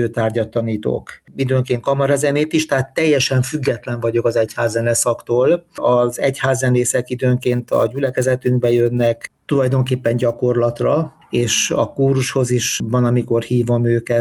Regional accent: Bagamér, Hajdú-Bihar, Hungary; born there; now in Debrecen, Hungary; Lelkész szülők gyermeke vagyok, és a templom szomszédságában nőttem föl, illetve a templomban nőttem föl

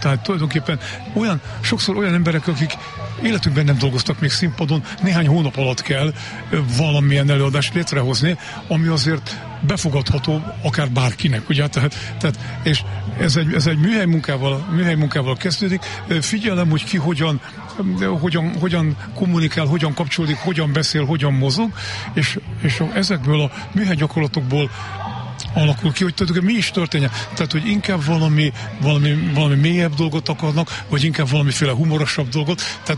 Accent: Jászboldogháza, Jász-Nagykun-Szolnok, Hungary; moved away as an adult; Én azért jöttem ide Jászboldogházra, mert én Jászboldogházra születtem, és életem első 21-22 évét itt ezen a településen éltem, és nagyon szeretek ide visszatérni.

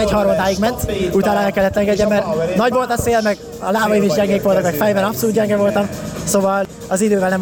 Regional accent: Hungary; Szóval örülök, hogy legalább magyarként sikerült behozni ezt a Budapest.

